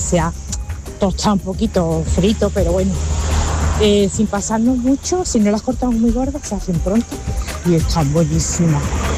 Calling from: Seville, Andalusia, Spain; Hola, chicos, buenas tardes. … de Sevilla.

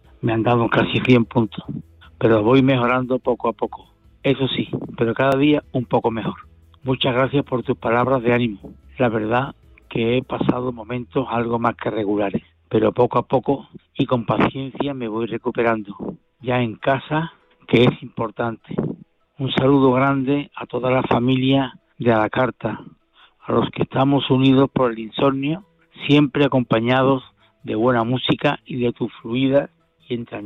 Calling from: Seville, Andalusia, Spain; de Sevilla

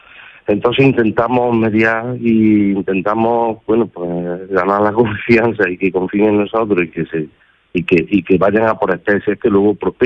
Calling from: Córdoba, Andalusia, Spain

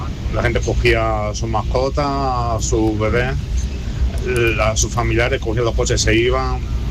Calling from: Las Gabias, Andalusia, Spain; Yo vivo en La Gavia, justamente pegado al Endín, bueno, estamos pegados al Endín, estamos Armilla, Churriana de la Vega y La Gavia, los más colindantes

